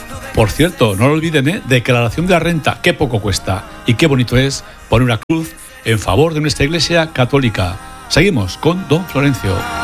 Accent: Navarre, Spain; Eslava, cerca de mi pueblo, en Ujué

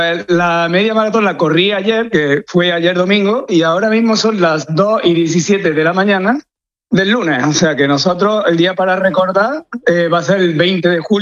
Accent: Lucena, Andalusia, Spain; además soy paisano de Manolo Lama, soy de Lucena.

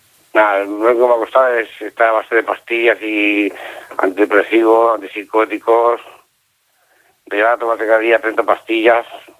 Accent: Lleida, Catalonia, Spain; yo soy de Lleida, me había estrenado una chica y aquí lo dejé todo.

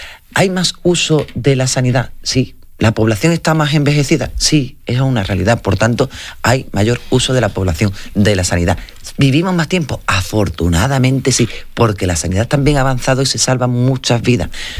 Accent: Valverde del Camino, Andalusia, Spain; yo que soy de Valverde

